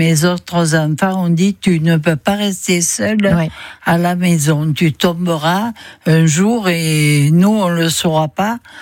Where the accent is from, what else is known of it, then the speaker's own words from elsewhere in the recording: Nîmes, Occitanie, France; Je suis gardoise de naissance. Je suis née à Nîmes.